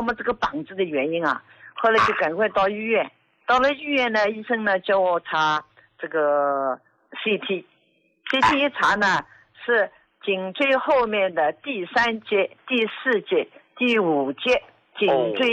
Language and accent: Chinese; Jiangsu, China; 我今年73岁，我是江苏的。